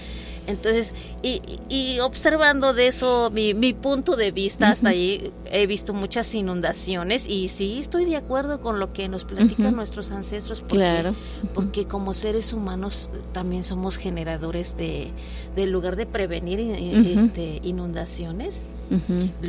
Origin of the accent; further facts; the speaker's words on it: Palmital, Veracruz, Mexico; Entonces, uh-huh. Yo soy de Palmital, pertenece. Sí. a Tantuyuca.